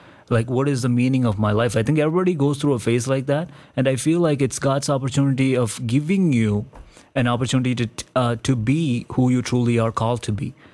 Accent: India; even growing up in India, you see all the sacraments being done, you see Eucharist, but there's not, there is church school, but you don't really learn much in church school.

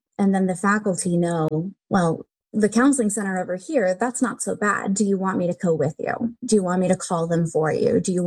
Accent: Texas, United States; moved away as an adult; also born or lived in Georgia / Florida; now in California, United States; I was born in Georgia. I grew up in Texas. I am the oldest of 9 kids.

